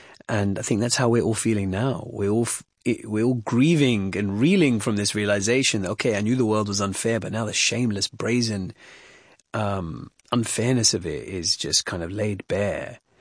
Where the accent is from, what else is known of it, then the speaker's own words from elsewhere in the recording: Wembley, London, United Kingdom; this Hamlet story set in, you know, medieval Denmark actually is exactly like growing up in Wembley.